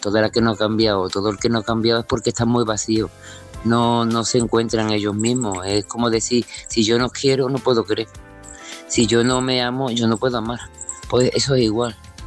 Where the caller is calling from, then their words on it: Seville, Andalusia, Spain; de Sevilla.